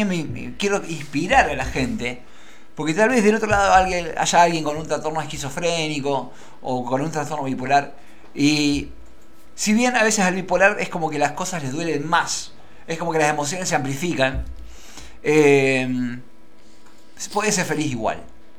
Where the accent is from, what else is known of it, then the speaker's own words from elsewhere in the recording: Argentina; Somos los argentinos.